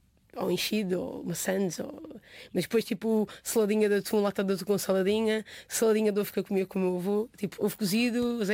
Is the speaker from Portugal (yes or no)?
yes; Santarém, Portugal; A verdade é que eu sou do Distrito de Santarém, sou o último concelho do Distrito de Santarém, enfiado literalmente dentro de Castelo Branco.